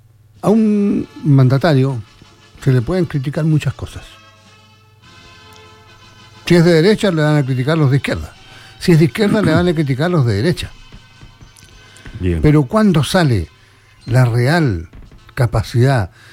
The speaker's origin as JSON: {"language": "Spanish", "country": "Chile", "said": "yo como chileno"}